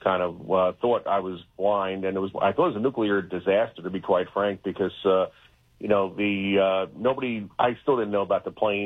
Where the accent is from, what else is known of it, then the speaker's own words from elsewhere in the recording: New York City, New York, United States; accent: New York; you could tell by my New York accent. I grew up in Brooklyn.